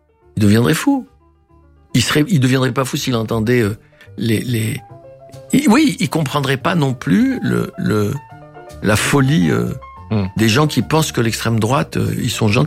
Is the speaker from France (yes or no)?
no; Tunisia; born there; moved away; je déclarerai toujours mon amour à la Tunisie. Toujours. Quel que soit l'état de mon pays. C'est ma terre natale.